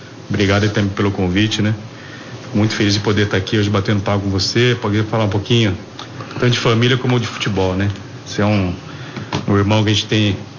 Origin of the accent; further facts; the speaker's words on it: Campinas, São Paulo, Brazil; A gente é de Campinas, né?